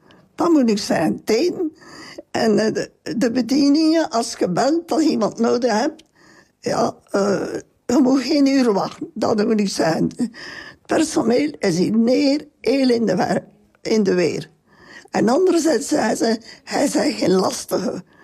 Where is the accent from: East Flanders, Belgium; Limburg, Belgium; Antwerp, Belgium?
Limburg, Belgium; Halmaal